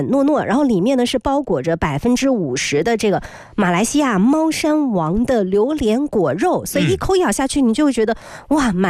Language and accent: Chinese; Guangdong, China; 特别是作为咱们岭南人啊，广东朋友们来说，对于这个露柚的含金量啊一直在不断的上升。